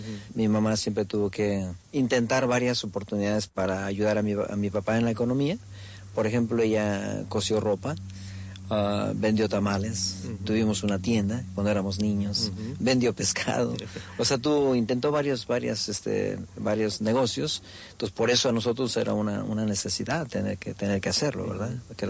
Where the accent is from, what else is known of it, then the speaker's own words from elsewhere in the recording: Mexico City, Mexico; Bueno, yo soy mexicano, vengo de una familia grande en la ciudad, nací en la Ciudad de México.